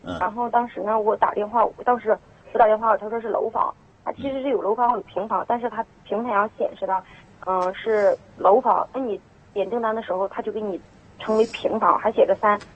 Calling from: Inner Mongolia, China; 我是内蒙古。

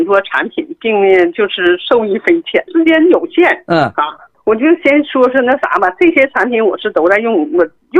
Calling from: Jilin, China; 我是吉林的朋友

